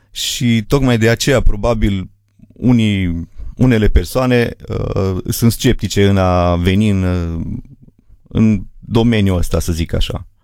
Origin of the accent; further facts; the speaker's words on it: Livezile, Bistrița-Năsăud, Romania; Eu sunt din Livezile, aici aproape de Bistrița.